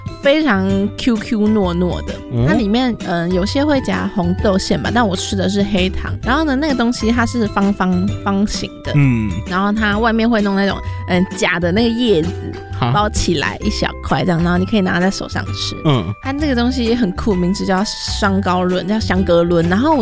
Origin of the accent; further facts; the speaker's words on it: Taoyuan, Taiwan; 虽然说我是桃园人嘛，但是我爸爸妈妈都来自同一个城市